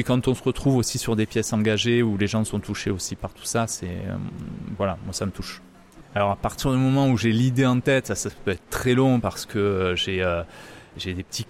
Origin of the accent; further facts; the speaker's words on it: Vernègues, Provence-Alpes-Côte d'Azur, France; je suis sculpteur et peintre. Je viens de Vernègue, qui est un petit village à côté de Salon-de-Provence, qui est à peu près à 1h30-2h de route d'Aiguemortes.